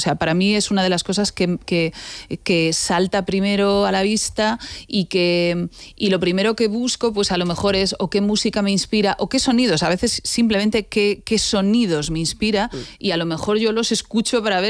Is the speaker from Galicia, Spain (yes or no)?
yes; A Coruña, Galicia, Spain; digámoslo, soy gallega. Gallega de A Coruña.